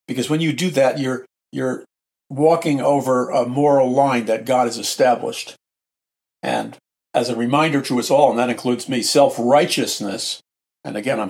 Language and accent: English; New York City, New York, United States; All my life growing up in New York City